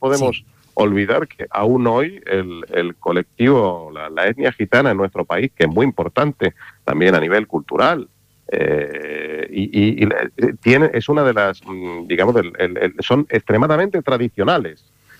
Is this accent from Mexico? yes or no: no; Spain; disfrutar haciendo la música de mi tierra